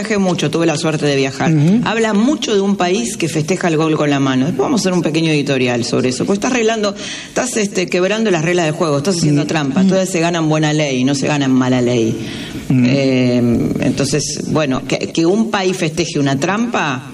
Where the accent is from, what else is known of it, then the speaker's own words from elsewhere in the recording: Argentina; somos los argentinos que nos gustaría ser. Yo creo que hay muchos, muchos argentinos.